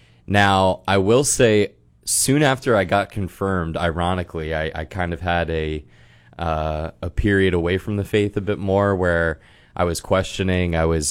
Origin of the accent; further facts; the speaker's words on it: Sudbury, Massachusetts, United States; So I'm from just outside of Boston. I grew up in Sudbury, Massachusetts, with my younger sister, Mary, and my two parents, Claire and Paul.